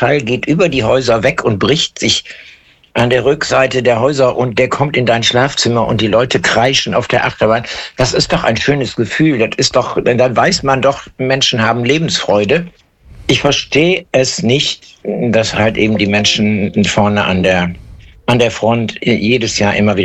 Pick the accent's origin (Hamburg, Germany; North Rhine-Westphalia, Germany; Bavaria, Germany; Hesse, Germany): North Rhine-Westphalia, Germany; Düsseldorf; born there; als gebürtiger Oberkassler, und ich bin wirklich hier vorne an der Ecke, ich habe ja früher auch auf der Brennermoor gewohnt, also direkt parallel. Ich hatte mein Schlafzimmer zur Markgrafenstraße nach hinten raus.